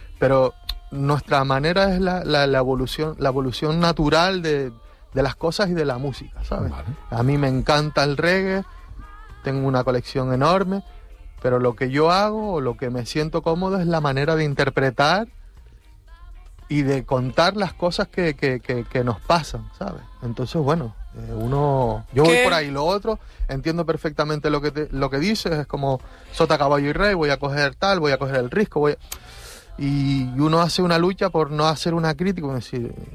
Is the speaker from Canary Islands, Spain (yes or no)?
yes; Tenerife, Canary Islands, Spain; Somos canarios, somos de Tenerife.